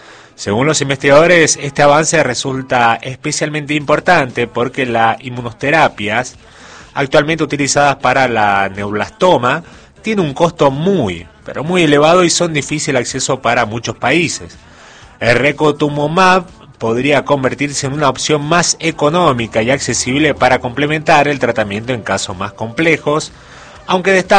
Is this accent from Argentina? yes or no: yes; Argentina; Así que así somos los argentinos.